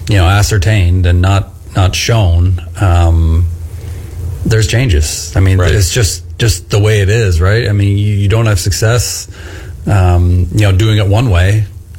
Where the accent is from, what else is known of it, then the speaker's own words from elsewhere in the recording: Cobourg, Ontario, Canada; now in Port Hope, Canada; it's my hometown